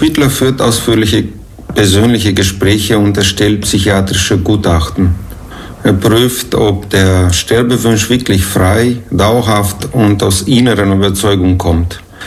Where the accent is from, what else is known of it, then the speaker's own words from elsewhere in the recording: Moldova; German is a second language; also born or lived in Bucharest / Vienna; now in Austria; Ich komme ursprünglich aus Moldova oder Moldawien, habe aber in Bukarest und Wien studiert und lebe seit 25 Jahren hier in Österreich.